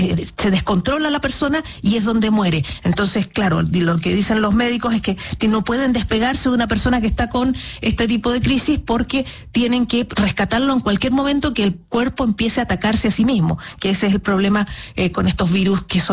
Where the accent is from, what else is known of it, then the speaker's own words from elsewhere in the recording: Los Lagos, Chile; yo soy del sur de Chile, yo vivía en el campo y me iba en la semana al colegio en la ciudad de Osorno